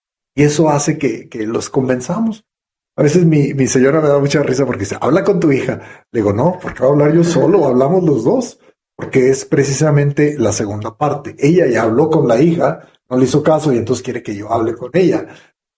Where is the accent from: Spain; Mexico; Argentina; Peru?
Mexico; Ahí en mi pueblo no había televisión, porque era un pueblo chico.